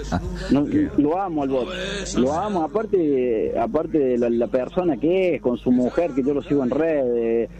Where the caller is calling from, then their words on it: Santa Ana, Córdoba, Argentina; Soy camionero, soy de Altagracia, soy en realidad de Santa Ana, camino a Altagracia.